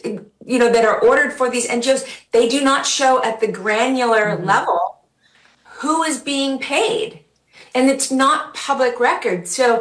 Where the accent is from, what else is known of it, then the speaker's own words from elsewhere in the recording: California, United States; also born or lived in Philadelphia; I've been a lifelong Californian. I've been here since I was four. I was born in Philadelphia, but you know, I spent my whole life in California.